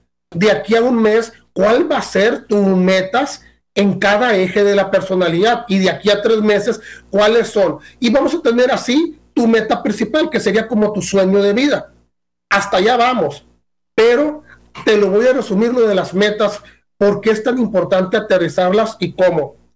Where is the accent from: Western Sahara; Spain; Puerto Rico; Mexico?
Mexico; yo estoy en México. Ok, como mexicanos